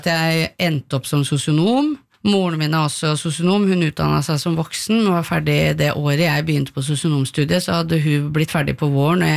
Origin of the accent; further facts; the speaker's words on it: Oslo, Norway; jeg vokste opp på Tøyen, er det noen av dere som kjenner til Kolstadgata 7?